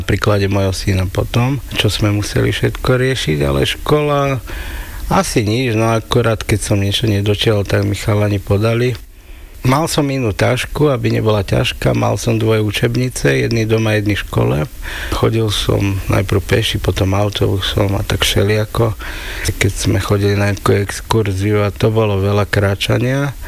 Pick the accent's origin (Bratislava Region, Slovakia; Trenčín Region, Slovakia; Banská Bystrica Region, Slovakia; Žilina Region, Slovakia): Trenčín Region, Slovakia; Prievidza; u nás v Prievidzi